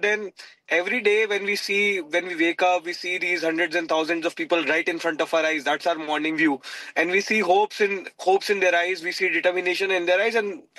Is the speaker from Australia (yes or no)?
no; Jaipur, Rajasthan, India; As I speak, my hometown, Jaipur, there has been a protest going on for 36 hours.